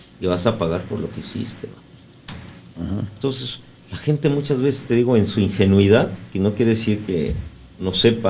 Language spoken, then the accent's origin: Spanish; Mexico; Nosotros somos mexicanos.